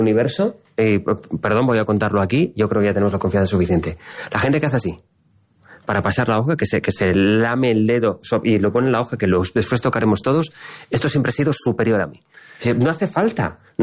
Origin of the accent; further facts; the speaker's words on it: Valencia, Valencian Community, Spain; Que soy de Valencia.